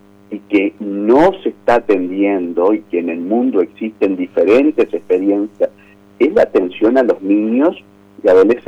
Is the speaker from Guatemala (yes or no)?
no; Paysandú, Uruguay; born there; moved away as an adult; now in Salto, Uruguay; En realidad yo nací en Paysandú, estudié en el ICD de Paysandú